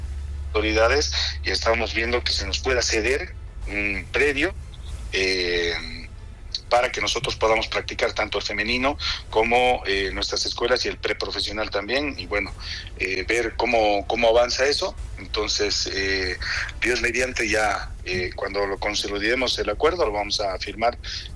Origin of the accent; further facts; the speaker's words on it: Bolivia; De ellos nos toca pedir disculpas, Yasmani, como bolivianos.